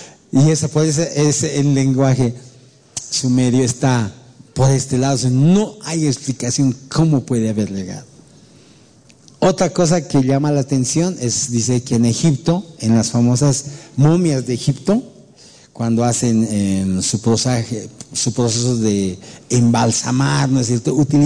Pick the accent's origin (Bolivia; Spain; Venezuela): Bolivia